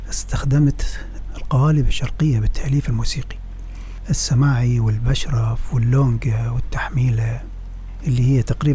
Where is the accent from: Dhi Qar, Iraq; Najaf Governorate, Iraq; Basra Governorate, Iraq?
Basra Governorate, Iraq; Basra; أنا عربي وأنا عراقي